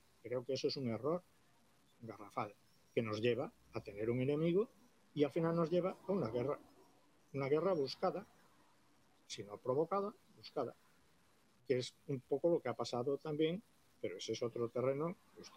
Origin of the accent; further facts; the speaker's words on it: Spain; Pues hombre, antes soy militar, pero soy español y tengo que prever primero los intereses de España